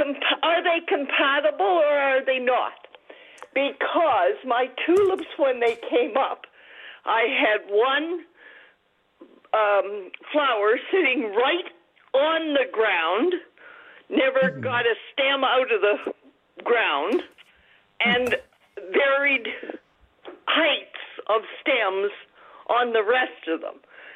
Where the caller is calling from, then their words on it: Holstein, Ontario, Canada; I'm from Holstein, not Ottawa.